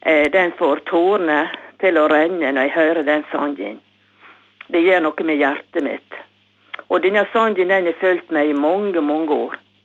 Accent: Lepsøya, Møre og Romsdal, Norway; now in Vigra, Norway; Jeg kommer egentlig fra Løfsøya, og den fine øya, den ser jeg rett fra kjøkkenvinduet mitt.

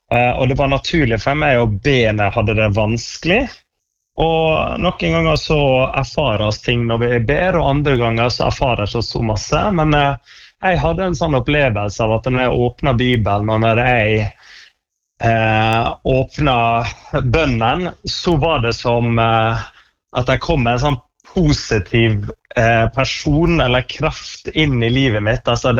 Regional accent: Valderøya, Møre og Romsdal, Norway; moved away; Vi vokste opp på Valderøya, ja, der var det bedehus og kirka

